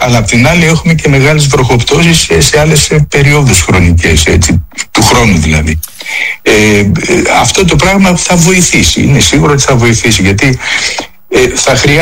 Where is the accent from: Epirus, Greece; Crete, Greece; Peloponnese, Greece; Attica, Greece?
Attica, Greece; Athens; Εγώ πιτσιρικά θυμάμαι που μεγάλωσα στην Αθήνα